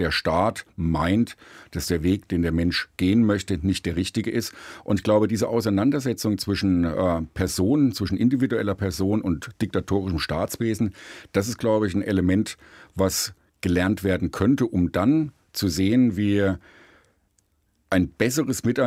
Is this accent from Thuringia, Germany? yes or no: yes; Thuringia, Germany; in Halle an der Saale oder in Südthüringen, wo ich herkomme, also im ehemaligen Bezirk Suhl, war die Grenze da und das Leben war in der DDR vorgeformt bzw. vorgeprägt.